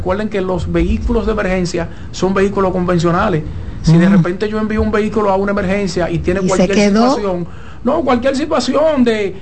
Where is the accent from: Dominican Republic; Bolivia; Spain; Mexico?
Dominican Republic; nosotros como dominicanos